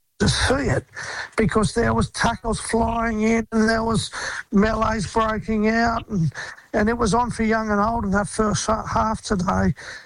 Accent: Australia; as a black Australian and a passionate Socceroos fan growing up

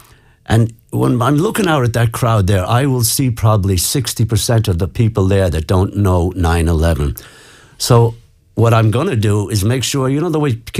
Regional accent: Tubbercurry, Connacht, Ireland; also born or lived in New York, United States; now in United States; Yeah, I was born in New York and we moved back to Ireland in 73 to Charlestown. And then Dad opened a business and stayed in Tubbercurry until 79, went back to America.

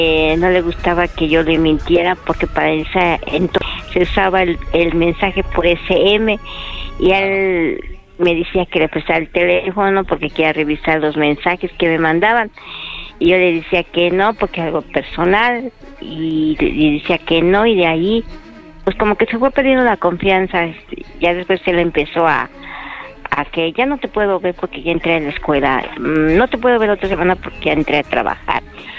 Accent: Coatzacoalcos, Mexico; Sí, pueden saber, soy de Coatzacoalcos, Izcalli y tengo 50 años.

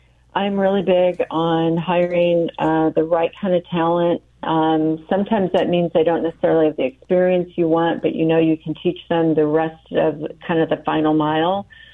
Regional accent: Petersburg, Illinois, United States; now in Springfield, United States; I grew up in Petersburg.

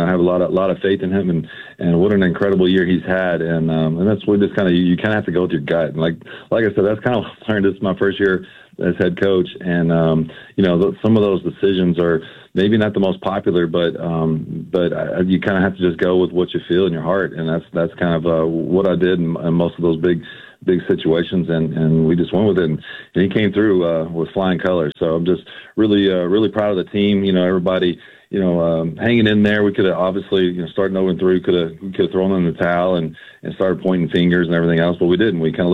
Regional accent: Louisville, Kentucky, United States; So I grew up in Louisville, so if I win or I lose, I'm still gonna live in that city.

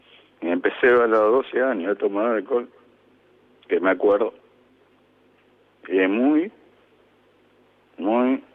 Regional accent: Garín, Buenos Aires Province, Argentina; Tengo 50 años acá en Garín, conozco muy bien a todas las personas de acá

